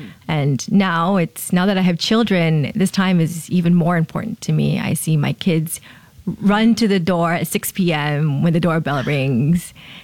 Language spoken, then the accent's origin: English; Hong Kong; So I think for me, I am Japanese, but I was raised in Hong Kong, worked in Paris, married to a Singaporean.